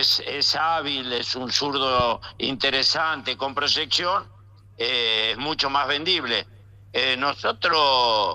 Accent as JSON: {"language": "Spanish", "country": "Argentina"}